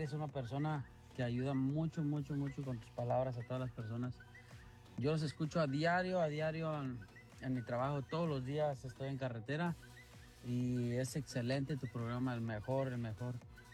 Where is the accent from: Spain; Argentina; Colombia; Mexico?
Mexico; Uruapan, Michoacán; now in Stockton, United States; yo soy de Uruapan, Michoacán. Me encuentro